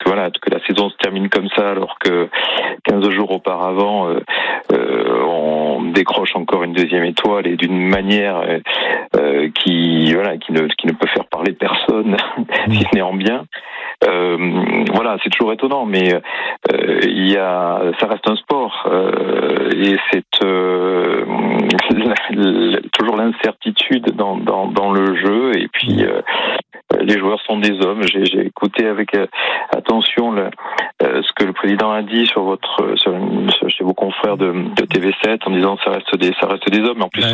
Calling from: Bordeaux, Nouvelle-Aquitaine, France; De Bordeaux.

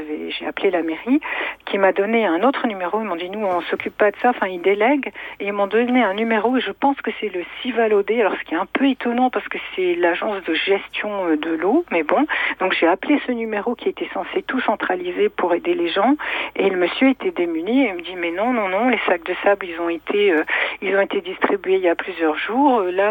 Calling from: Quimper, Brittany, France; je vous appelle de Quimper, donc à l'ouest de la Bretagne, dans le Finistère Sud, où on a souvent beaucoup d'eau, beaucoup de pluie.

